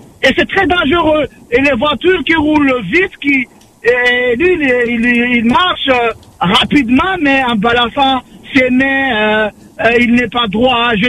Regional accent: Saint-Denis, Réunion; Oui, mais c'est très dangereux, Bobby, parce que moi, je viens de Saint-Denis

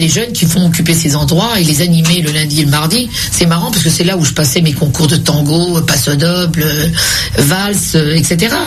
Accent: Paris, Île-de-France, France; Je venais de Belleville, du café de mon père.

